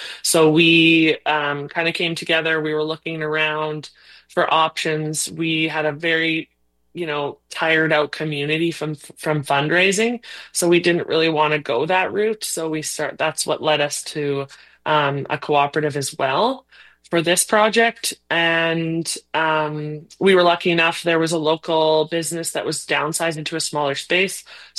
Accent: Hazelet, Saskatchewan, Canada; I started out in my hometown of Hazelet, and I've contracted to several other communities since then.

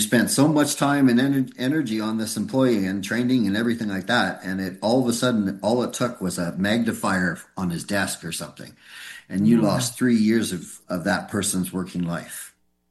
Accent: Alberta, Canada; now in Richmond, Canada; That's what I did with RCD when I moved to Richmond. I'm from Alberta, so I didn't know Richmond at all.

